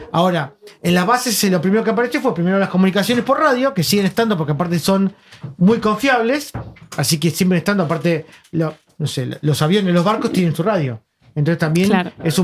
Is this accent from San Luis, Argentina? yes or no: no; Buenos Aires, Argentina; La UTN, en la Facultad Regional de Buenos Aires. Porque soy de Buenos Aires.